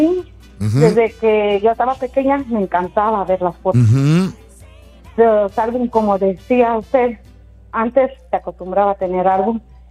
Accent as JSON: {"language": "Spanish", "country": "Guatemala", "said": "mi abuela se peinaba con una línea por de medio y se hacía dos trenzas, porque yo soy de Guatemala."}